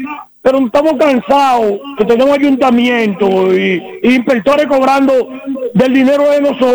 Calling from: Baní, Peravia, Dominican Republic

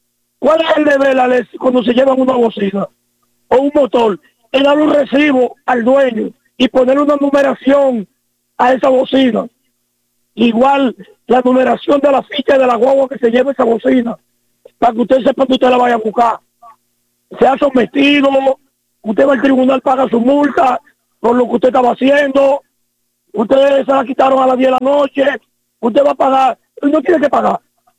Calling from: Dominican Republic; nosotros somos dominicanos y somos alegres

